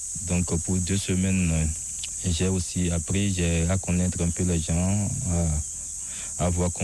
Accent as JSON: {"language": "French", "country": "Togo", "lives_now": "Switzerland", "said": "Moi je suis un Togolais, donc je réside en Suisse."}